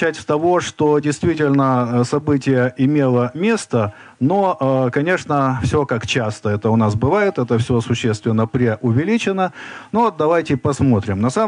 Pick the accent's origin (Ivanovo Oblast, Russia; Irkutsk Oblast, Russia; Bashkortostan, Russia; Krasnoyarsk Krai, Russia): Irkutsk Oblast, Russia; Irkutsk; у нас в Иркутске, ну, точнее, значит, рядом с Байкалом, вот я из Иркутска, а Байкал находится примерно в 60 километрах от города Иркутска